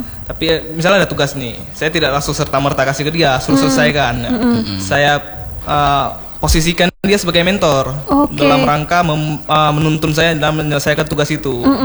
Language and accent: Indonesian; Aceh, Indonesia; Apalagi kita Aceh kan